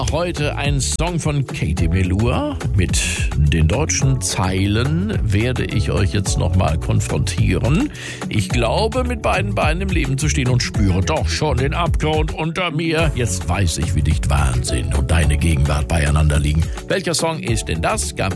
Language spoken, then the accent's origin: German; Westerwald, Germany; Ja, ich komme aus dem Westerwald, da würde man auch gucken natürlich.